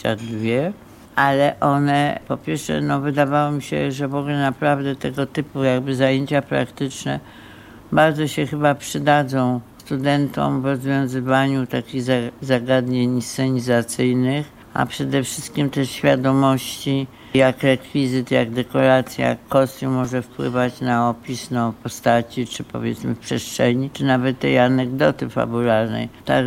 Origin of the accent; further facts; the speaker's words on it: Kraków, Lesser Poland, Poland; born there; also born or lived in Łódź; now in Warsaw, Poland; pomimo że się urodziłam w Krakowie, mieszkam oczywiście na stałe w Warszawie, to miałam jednak też tu początki łódzkie.